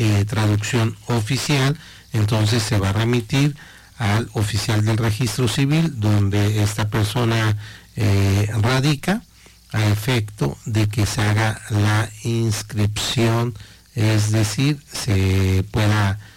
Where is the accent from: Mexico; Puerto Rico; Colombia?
Mexico